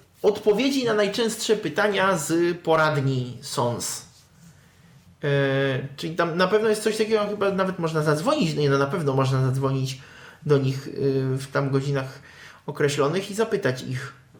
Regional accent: Prague, Czechia; u nas w Czechach.

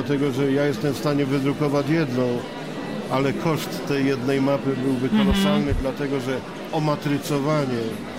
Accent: Ostrów Wielkopolski, Greater Poland Voivodeship, Poland; Z Ostrowa Wielkopolskiego.

